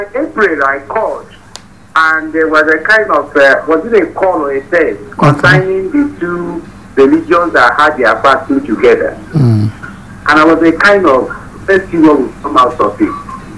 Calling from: Ibadan, Oyo, Nigeria; I'm calling from Apata.

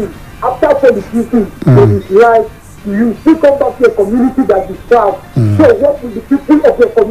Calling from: Plateau, Nigeria; I'm calling from Plateau Rider.

